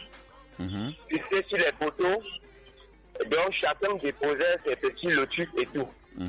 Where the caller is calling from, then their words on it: Yaoundé, Centre, Cameroon; Je vous appelle de Estomba.